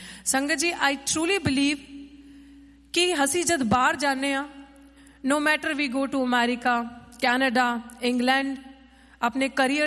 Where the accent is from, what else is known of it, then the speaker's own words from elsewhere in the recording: Punjab, India; born there; moved away as an adult; also born or lived in Delhi; ਮੇਰਾ ਜਨਮ ਜਿਸ ਧਰਤੀ 'ਤੇ ਹੋਇਆ ਮੈਂ ਆਪਣੀ ਹਾਇਰ ਐਜੂਕੇਸ਼ਨ ਪੰਜਾਬ ਤੋਂ ਉੱਠ ਕੇ ਦਿੱਲੀ ਯੂਨੀਵਰਸਿਟੀ ਦੇ ਵਿੱਚ ਕੀਤੀ